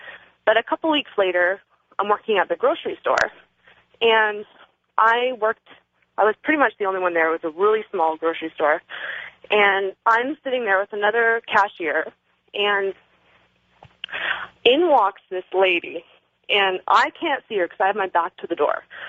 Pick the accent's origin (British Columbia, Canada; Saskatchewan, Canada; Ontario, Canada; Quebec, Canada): British Columbia, Canada; Victoria; moved away as an adult; now in Austin, United States; I am living in Austin, Texas right now. … And I am from Victoria, B.C., Canada, originally.